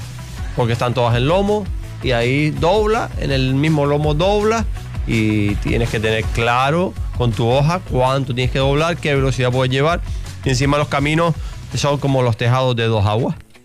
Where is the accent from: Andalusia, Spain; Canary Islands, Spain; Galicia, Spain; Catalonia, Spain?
Canary Islands, Spain; de mi isla Gran Canaria, la isla de mi vida